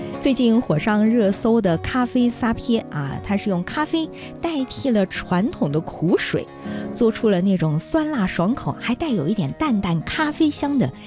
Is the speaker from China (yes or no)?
yes; Yunnan, China; 对于咱们云南人来说，最爽的事情就是来上一份解暑消热的美味。